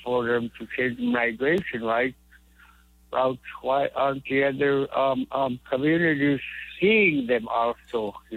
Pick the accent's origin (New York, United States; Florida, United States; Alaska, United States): Alaska, United States; New Stuyahok; Good morning. I am from New Stuyuhok, a way to go down river is what it means in English. Stuyuhok in Yupik language means to go down river, the way to go down river.